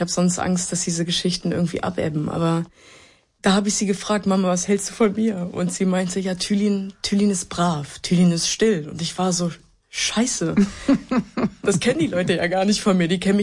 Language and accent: German; Hanover, Lower Saxony, Germany; Weil wir sind in Hannover-Linden groß geworden.